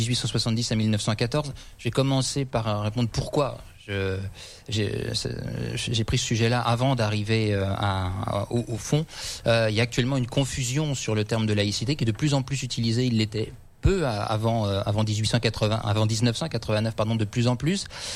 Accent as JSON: {"language": "French", "town": "Dijon", "region": "Bourgogne-Franche-Comté", "country": "France", "moved": "yes", "lives_now": "Nevers, France", "said": "parce que je suis de Dijon, je suis resté à Dijon."}